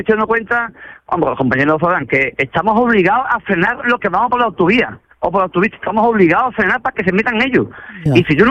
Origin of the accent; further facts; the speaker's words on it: Jerez de la Frontera, Andalusia, Spain; Exacto. Yo soy de Jerez, claro.